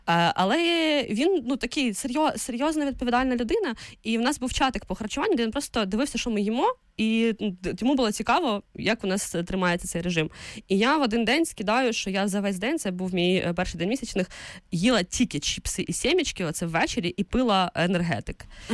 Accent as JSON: {"language": "Ukrainian", "region": "Vinnytsia Oblast", "country": "Ukraine", "said": "Це у нас на Вінниччині, так кажуть."}